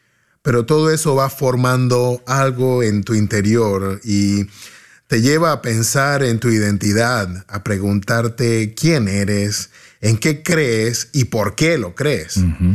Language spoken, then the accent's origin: Spanish; Gaza, Gaza Strip, Palestine; moved away; Nací y crecí en Gaza. Cuando era joven, mis papás eran parte de la Iglesia Ortodoxa griega y vivíamos bajo mucha influencia de la cultura musulmana.